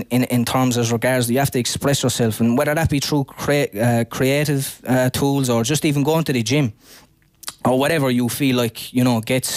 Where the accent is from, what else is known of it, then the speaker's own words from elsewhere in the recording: Limerick, Munster, Ireland; the stuff I heard growing up in Limerick